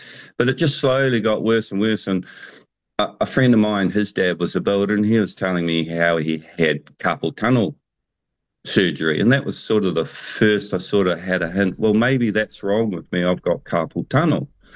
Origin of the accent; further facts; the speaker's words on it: Gisborne, New Zealand; I grew up on the East Coast in Gisborne